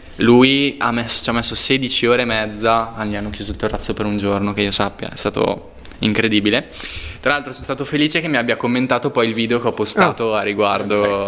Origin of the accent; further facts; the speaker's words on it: Castelverde, Lombardy, Italy; Io, vabbè, sono di Cremona, quindi cioè